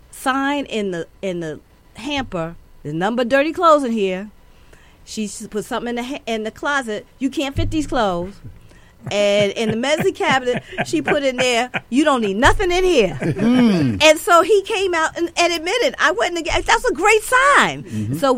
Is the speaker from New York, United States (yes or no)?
yes; New York, United States; born there; also born or lived in Harlem, New York / Bronx, New York; I was born in Columbia Presbyterian, not too far from here.